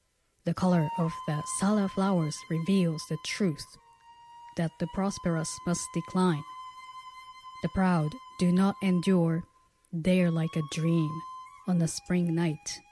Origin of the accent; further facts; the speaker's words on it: Japan; moved away; I was born and raised in Japan